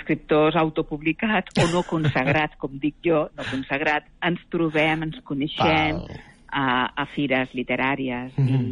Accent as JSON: {"language": "Catalan", "region": "Catalonia", "country": "Spain", "said": "No, jo sóc del Vallès Oriental."}